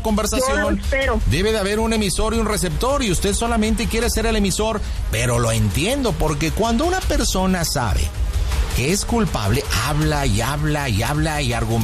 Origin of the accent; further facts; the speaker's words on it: Monterrey, Nuevo León, Mexico; born there; soy una persona nacida en Nuevo León. Soy regia, soy fuerte, soy contundente.